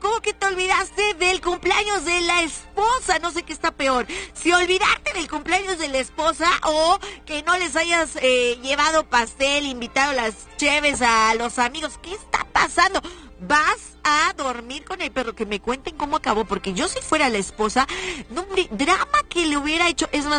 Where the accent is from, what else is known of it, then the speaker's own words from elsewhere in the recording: León, Guanajuato, Mexico; moved away; Les mando un besote enorme hasta mi tierra, León, Guanajuato